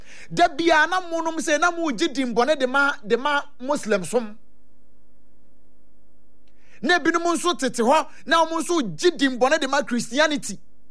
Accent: Ghana; But me, I'm not looking at any political angle. I'm looking into this issue as a Ghanaian.

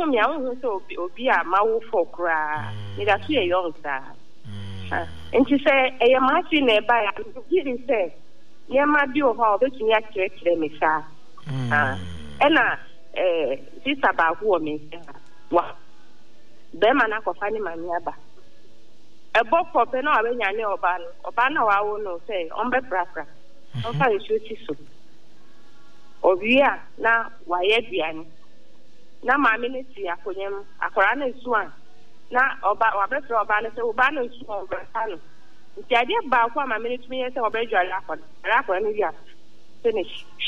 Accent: Apollonia, Western Region, Ghana; I'm from Apollonia.

